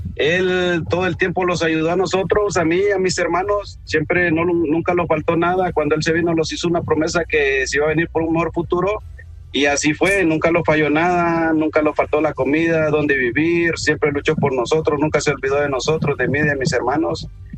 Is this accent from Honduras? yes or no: yes; Honduras; Somos de Honduras con mi papá.